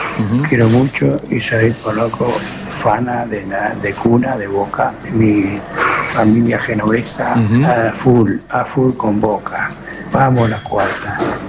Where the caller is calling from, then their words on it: Málaga, Andalusia, Spain; Estoy dentro de un hostel en Málaga hace 2 meses.